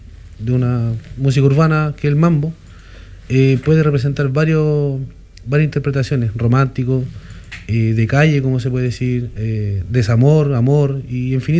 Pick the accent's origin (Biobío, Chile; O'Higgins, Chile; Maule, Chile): Maule, Chile; Yerbas Buenas; Venimos de Yerba Buena.